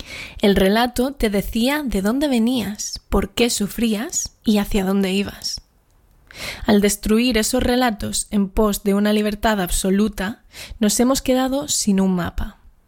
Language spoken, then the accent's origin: Spanish; Andalusia, Spain